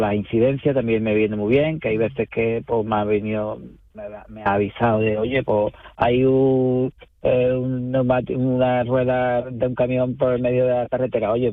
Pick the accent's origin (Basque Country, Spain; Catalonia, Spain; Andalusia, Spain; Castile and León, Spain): Andalusia, Spain; Palos de la Frontera; porque ahora, digamos, la campaña baja en mi pueblo, porque la gente, mucha gente se va a Mazagón a veranear. Entonces Palo se queda un poquito vacío